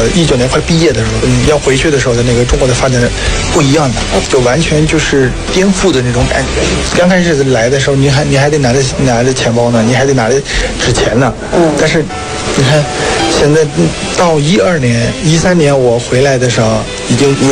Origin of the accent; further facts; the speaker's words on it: Myanmar; 我们缅甸那边的这个潜意识里边，卖花不可能有这么大，像个大商场那种。